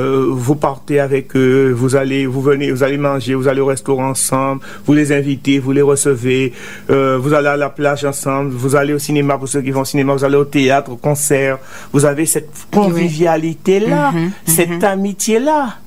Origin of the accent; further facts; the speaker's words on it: Guadeloupe; now in Montauban, France; quand j'étais petit, en Guadeloupe